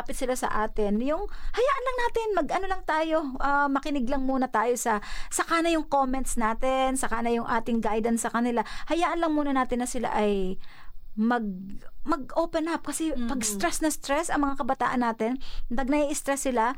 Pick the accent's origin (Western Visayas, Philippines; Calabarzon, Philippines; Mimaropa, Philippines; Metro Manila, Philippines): Mimaropa, Philippines; moved away; pag-uuwi kami ng Mindoro, ng province namin